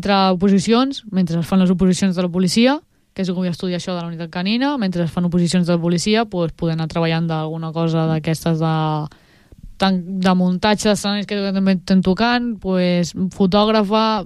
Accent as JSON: {"language": "Catalan", "town": "Breda", "region": "Catalonia", "country": "Spain"}